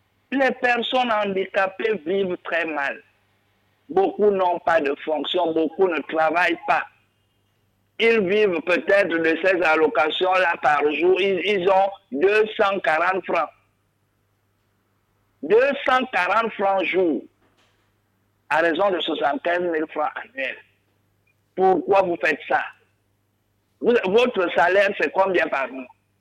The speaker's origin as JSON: {"language": "French", "country": "Gabon", "said": "Vous êtes Gabonais, nous sommes des Gabonais, nous qui avions voté tous Olivier Nguema, y compris vous."}